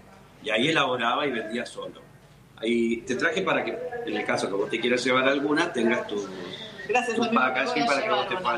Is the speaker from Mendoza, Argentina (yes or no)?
no; San Carlos de Bariloche, Río Negro, Argentina; moved away as an adult; now in Lago Puelo, Argentina; Yo soy oriundo de Bariloche.